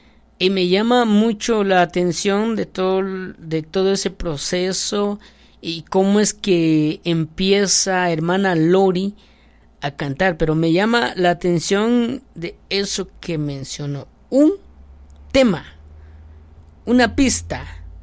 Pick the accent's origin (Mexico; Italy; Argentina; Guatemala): Guatemala; Y yo, como soy Chapín de corazón.